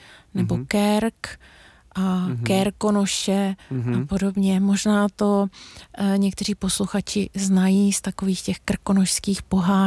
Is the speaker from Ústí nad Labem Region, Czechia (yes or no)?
no; Jindřichův Hradec, South Bohemian Region, Czechia; Já pocházím z Jindřichova Hradce a pro mě to slovo je, řekněme, mám ho ve své slovní zásobě.